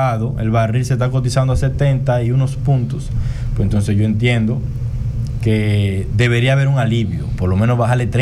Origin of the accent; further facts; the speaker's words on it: Dominican Republic; nosotros como dominicanos